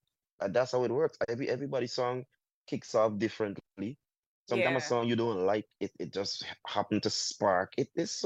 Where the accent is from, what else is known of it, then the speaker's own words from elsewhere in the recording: Guyana; And I'm happy I'm from Guyana and I always in the pool